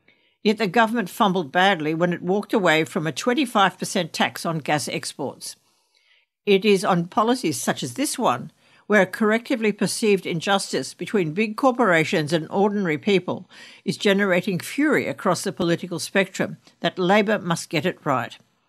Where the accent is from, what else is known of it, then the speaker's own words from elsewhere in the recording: Australia; moved away as an adult; now in Sweden; After growing up in Australia, I've spent much of my adult life in Sweden.